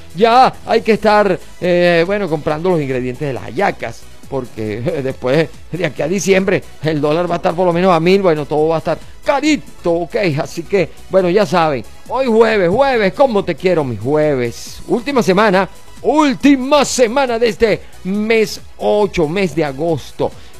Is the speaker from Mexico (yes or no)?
no; Venezuela